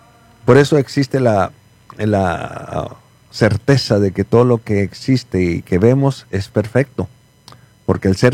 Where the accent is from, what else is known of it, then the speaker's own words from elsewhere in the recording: Torreón, Coahuila, Mexico; now in Colorado, United States; En mi pueblo, Torreón, Coahuila, Ranch